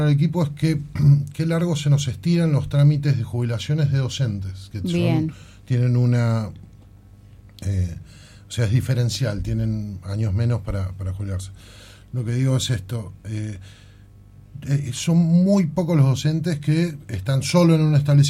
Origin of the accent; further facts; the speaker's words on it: Tierra del Fuego, Argentina; yo soy fueguino